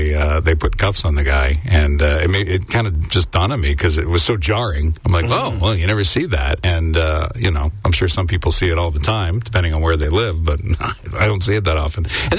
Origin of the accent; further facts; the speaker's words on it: Brampton, Ontario, Canada; I grew up in Brampton. You think I would have seen it?